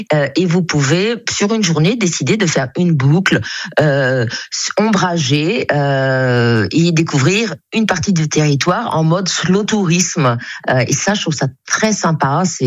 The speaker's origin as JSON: {"language": "French", "town": "Tours", "region": "Centre-Val de Loire", "country": "France", "tie": "born or raised there", "said": "je suis tourangelle, je suis née à Tours et je reviendrai évidemment dans mon berceau familial qui est le château de Champchevrier au milieu des bois."}